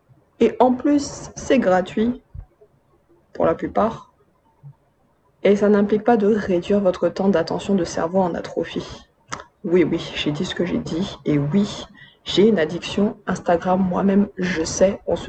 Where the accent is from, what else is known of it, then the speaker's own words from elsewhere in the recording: Madagascar; en gros, j'ai mes papiers malgaches, toujours, mais j'ai été et je reste de la diaspora malgache. Je suis une malgache qui sera toujours diaspora, je pense.